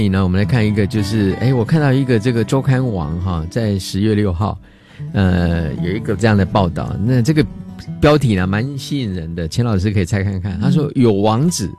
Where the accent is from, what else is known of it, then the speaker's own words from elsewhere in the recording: Taiwan; 我在台湾长大